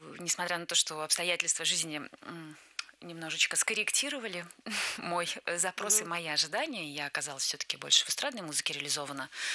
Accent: Moscow, Russia; also born or lived in Saint Petersburg; Я родилась в Санкт-Петербурге, в семье военного и преподавателя французского языка. Но в самом таком раннем возрасте мы переехали в Москву, и, в общем-то, я считаю себя в каком-то смысле москвичкой.

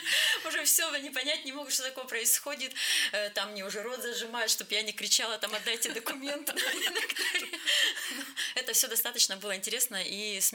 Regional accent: Sosnovka, Russia; То есть я вот сама из Сосновки, там ДК Сосновский есть, и там выступаем, и в районе везде, и в городе.

